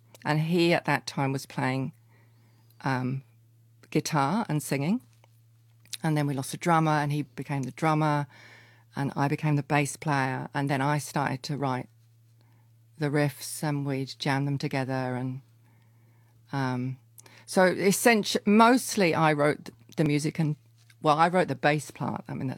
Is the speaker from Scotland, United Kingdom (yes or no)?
no; Ely, East of England, United Kingdom; moved away as an adult; now in New Zealand; I grew up in England, in rural England, in Ely, Cambridgeshire.